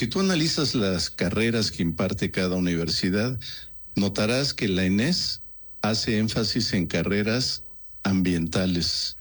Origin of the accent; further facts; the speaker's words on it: Mexico; Somos todos mexicanos